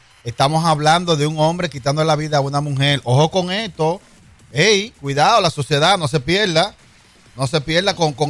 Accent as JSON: {"language": "Spanish", "country": "Dominican Republic", "said": "nosotros apenas como dominicanos somos 10 millones de dominicanos."}